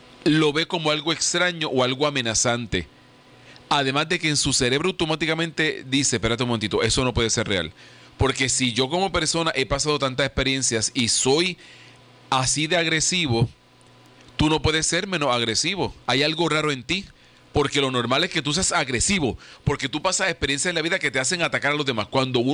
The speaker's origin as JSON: {"language": "Spanish", "country": "Puerto Rico"}